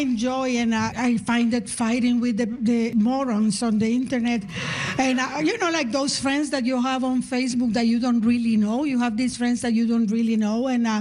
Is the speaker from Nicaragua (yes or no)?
yes; Nicaragua; now in Canada; because I'm from Nicaragua and we always feared an American invasion. I live with that fear.